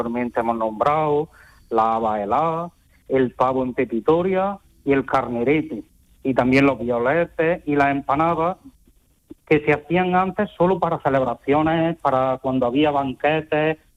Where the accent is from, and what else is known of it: Porcuna, Andalusia, Spain